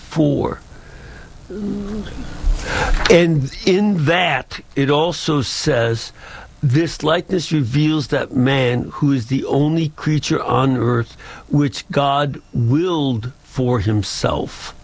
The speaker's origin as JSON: {"language": "English", "country": "United States", "said": "especially as an American"}